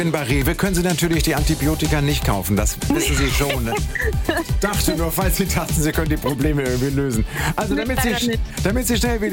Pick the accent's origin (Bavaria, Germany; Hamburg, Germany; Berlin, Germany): Hamburg, Germany; born there; Ich bin in Hamburg geboren, aber es ist mir interessant mal, Annika.